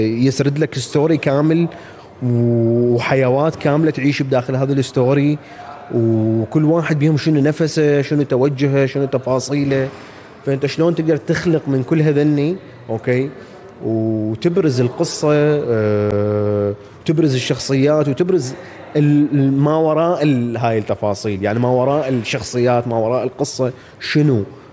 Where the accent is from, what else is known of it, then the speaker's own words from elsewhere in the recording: Al-Husseiniya, Baghdad Governorate, Iraq; فمدينتي الغريبة، مدينتي الحسينية اسمها، تقع على أطراف بغداد.